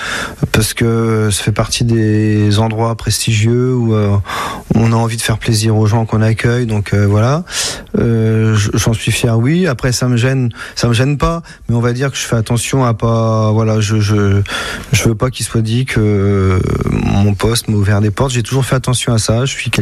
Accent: Chaource, Grand Est, France; also born or lived in Troyes; now in Le Breuil, France; moi, je suis né à Troyes. Je suis né à l'hôpital des Hauts-Clos, comme beaucoup de gens, d'ailleurs, beaucoup de gens qui sont de Troyes. Donc, on a vécu à Chaource pendant une quinzaine d'années. Moi, j'ai vécu 15 ans à Chaource

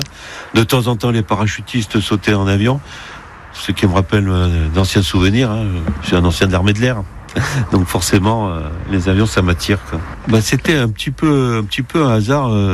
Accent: Algeria; born there; Je ne suis pas originaire de Nîmes, hein, je suis né en Algérie, hein, j'ai fait mes études à Montpellier

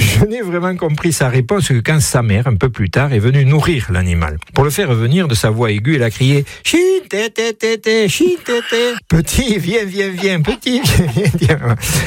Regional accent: Pau, Nouvelle-Aquitaine, France; Lorsque j'étais enfant, je vis à Pau, entre la place Grammont et l'école Marca.

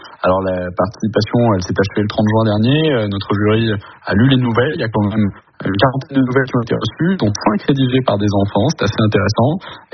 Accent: Normandy, France

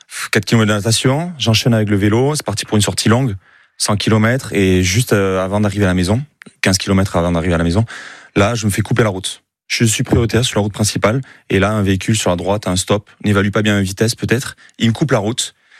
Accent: Boucau, Nouvelle-Aquitaine, France; C'était un rivalon moi au Boucau. J'ai grandi à Boucau

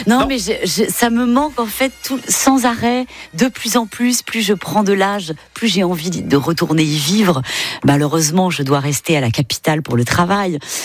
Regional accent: Concarneau, Brittany, France; je continue à me recueillir très régulièrement quand je retourne chez moi à Concarneau.

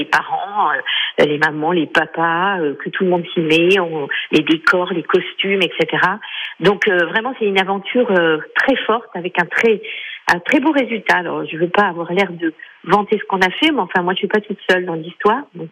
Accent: Paris, Île-de-France, France; Moi, je suis parisienne

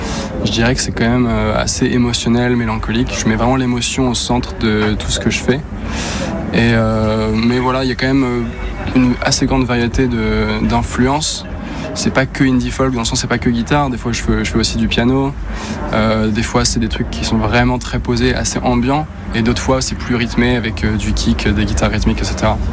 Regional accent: Caen, Normandy, France; parce que moi je viens de Caen du coup. Et quand on grandit à Caen

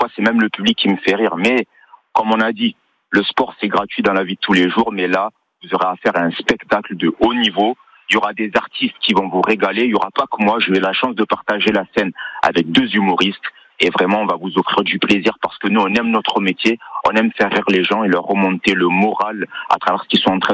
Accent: Occitanie, France; accent: Toulouse; Ah, moi j'ai l'accent toulousain.

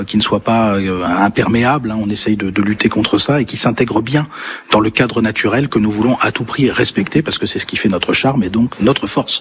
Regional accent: Éguzon-Chantôme, Centre-Val de Loire, France; Aiguison, pour moi, c'est tout. C'est là où j'ai grandi, c'est ma commune d'enfance, d'adolescence.

